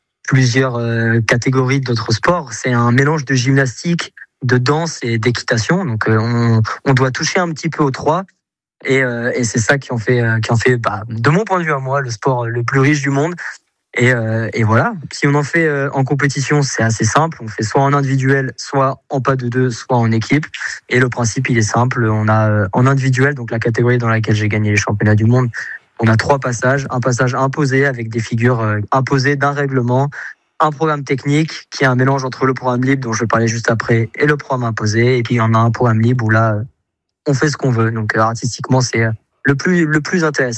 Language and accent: French; Saint-Hilaire-Bonneval, Nouvelle-Aquitaine, France; also born or lived in Lille / Le Mans; now in Saumur, France; Exactement, Saint-Hilaire-Bonneval, je suis né à Lille, j'ai grandi à Saint-Hilaire-Bonneval, et puis je me suis déplacé pour le sport au Mans, où je suis resté quelques années, et maintenant je suis à Saumur